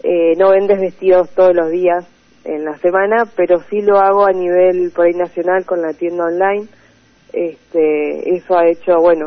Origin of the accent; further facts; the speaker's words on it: Patagonia, Argentina; lamentablemente somos de la Patagonia